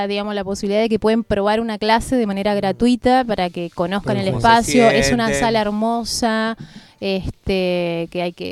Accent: Paraná, Entre Ríos, Argentina; mi número telefónico es 343, porque yo vengo de Paraná, esa es la característica.

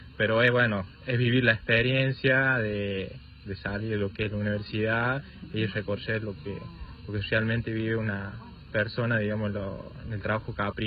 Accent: Salsacate, Córdoba, Argentina; yo soy originario de Salzagate, detrás de la Sierra también.

